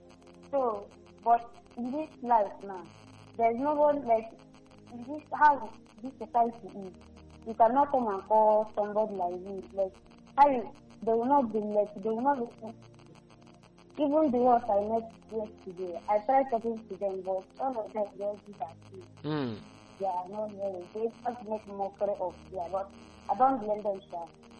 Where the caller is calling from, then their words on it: Obingwa, Abia, Nigeria; I'm calling from Obingwa.